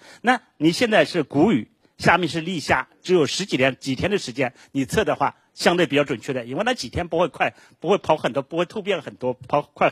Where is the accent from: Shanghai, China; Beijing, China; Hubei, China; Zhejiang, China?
Shanghai, China; 这是我们上海人测出来的